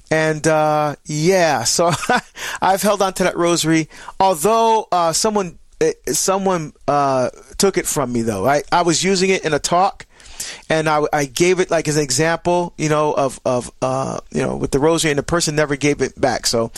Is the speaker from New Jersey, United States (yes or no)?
yes; New Jersey, United States; looking forward to being back in my home state, you know, back in Jersey again. You know, it's always good to go home.